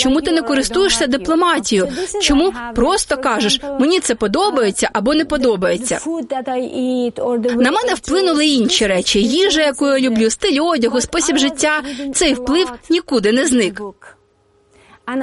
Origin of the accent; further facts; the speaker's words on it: Afghanistan; Вони навіть не здогадуються, що я з Афганістану, якщо не бачать якихось очевидних деталей.